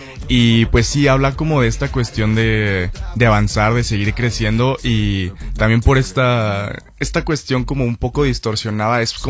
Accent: Guadalajara, Jalisco, Mexico; born there; nací en Guadalajara.

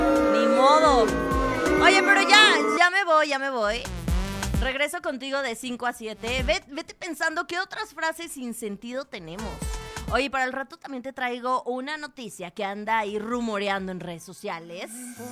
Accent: Mexico

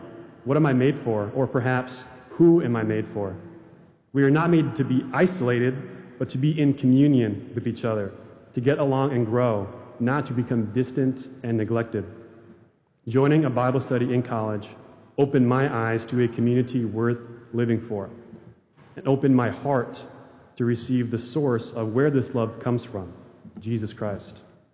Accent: Wisconsin, United States; now in Winona, United States; I'm from Wisconsin

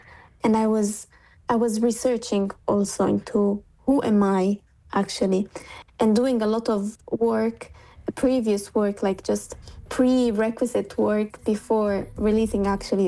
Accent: Italy; English is a second language; So I was born and raised in Italy. So I lived my life here, basically. But I always lived in a space that was in between two cultures, because I used to speak bilingual at home.

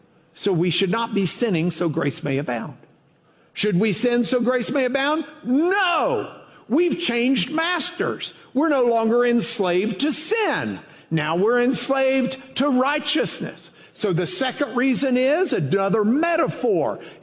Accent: Lubbock, Texas, United States; Where I grew up in Lubbock, no way.

